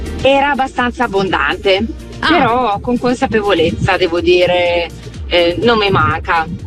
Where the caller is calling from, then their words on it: Parma, Emilia-Romagna, Italy